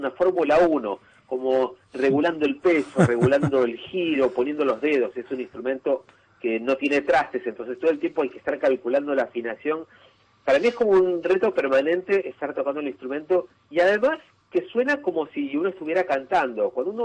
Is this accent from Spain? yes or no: no; Peru; now in Argentina; yo vengo hace años ya acá en la Argentina, me radiqué, yo soy de Perú, como dijiste